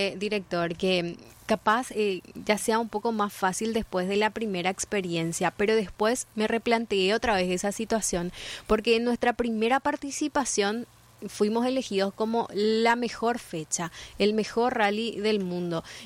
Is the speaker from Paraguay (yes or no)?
yes; Paraguay; somos los paraguayos